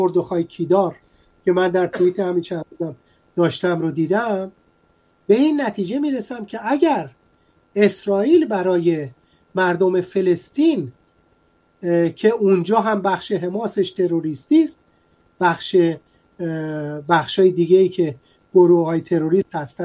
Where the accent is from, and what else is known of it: Iran